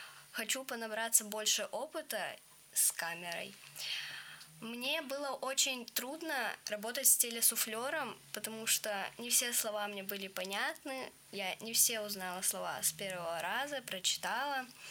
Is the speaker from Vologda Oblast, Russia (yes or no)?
yes; Cherepovets, Vologda Oblast, Russia; Я из Череповца.